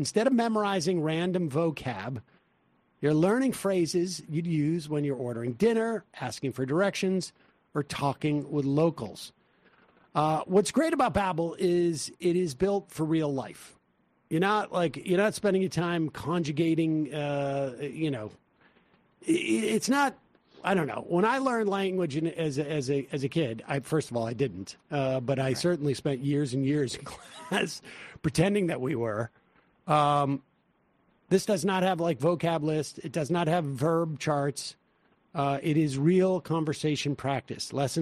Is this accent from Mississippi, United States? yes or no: no; Massachusetts, United States; accent: Massachusetts; my English isn't even so great because of my Massachusetts accent.